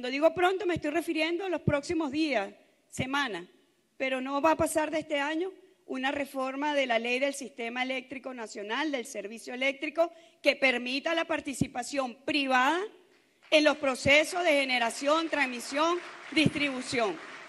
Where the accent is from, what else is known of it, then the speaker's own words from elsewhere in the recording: Venezuela; siempre lo digo, de lo que somos capaces como venezolanos y ustedes como empresarios.